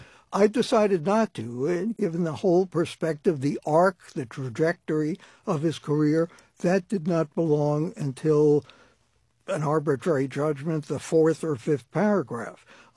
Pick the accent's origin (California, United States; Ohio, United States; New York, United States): New York, United States; Brooklyn; born or raised there